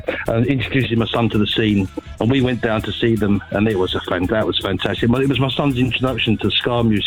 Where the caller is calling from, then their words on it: Wimbledon, London, United Kingdom; I'm from the same place as your last caller, Wimbledon.